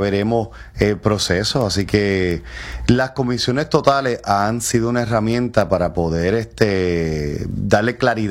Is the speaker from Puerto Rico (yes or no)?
yes; Carolina, Puerto Rico